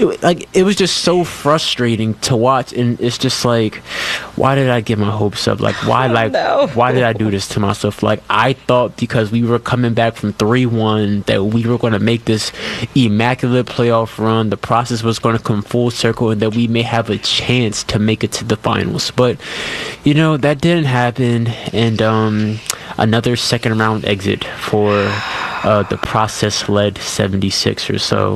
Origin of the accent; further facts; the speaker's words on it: Philadelphia, Pennsylvania, United States; just as a Philadelphian, just as a person who grew up, born and raised in the city, watching the Sixers